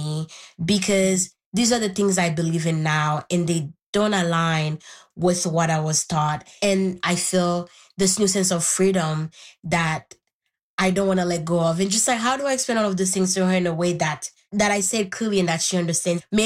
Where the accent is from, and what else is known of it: Haiti; born or raised there; first language Haitian Creole; English is a second language